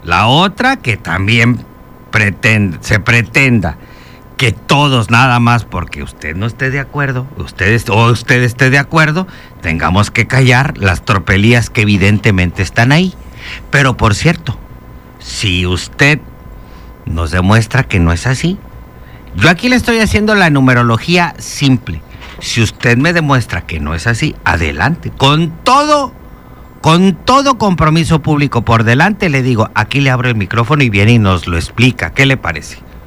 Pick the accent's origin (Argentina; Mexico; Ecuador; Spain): Mexico; Chetumal, Quintana Roo; Todos chetumaleños.